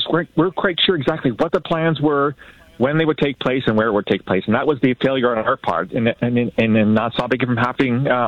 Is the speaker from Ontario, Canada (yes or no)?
yes; London, Ontario, Canada; I grew up in London, Ontario, right?